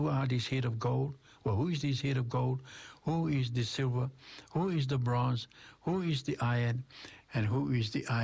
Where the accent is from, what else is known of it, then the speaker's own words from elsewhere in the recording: Cook Islands; first language Cook Islands Maori; English is a second language; now in New Zealand; I'm a Cook Islander. English is my second language.